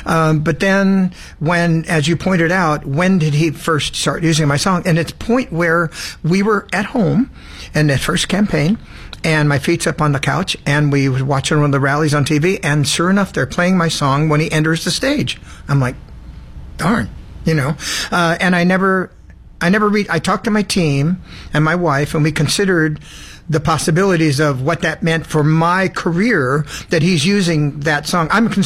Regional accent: Sacramento, California, United States; also born or lived in Los Angeles; in Los Angeles, raised in Sacramento.

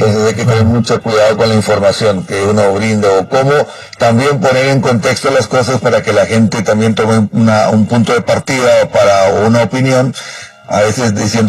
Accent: Mexico; somos centroamericanos, somos mexicanos, y somos de esta zona del mundo.

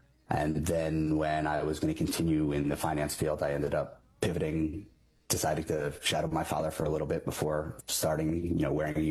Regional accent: Lower Merion, Pennsylvania, United States; From right outside of Philadelphia, Pennsylvania, Lower Merion. I am an only child, which makes me the first, middle, and last.

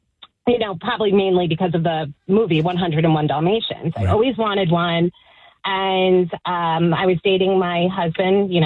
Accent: New Jersey, United States; I'm born and raised in New Jersey. My parents were Cowboys fans, so I just, you know, grew up with it.

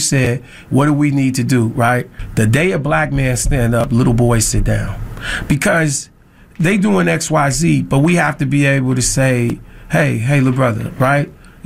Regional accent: Chicago, Illinois, United States; I come from the Garfield Park area of Chicago, the drug capital, heroin capital of the world at the time I was growing up.

